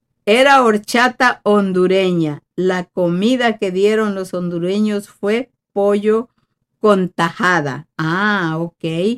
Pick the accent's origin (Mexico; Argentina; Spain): Mexico; moved away; Pero claro, soy mexicana, siempre lo seré hasta el último momento